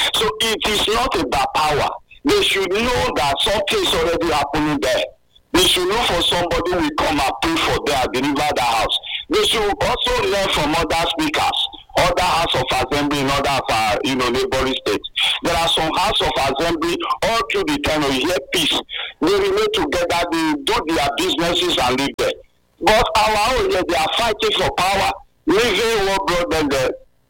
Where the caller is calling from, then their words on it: Benin City, Edo, Nigeria; from Benin.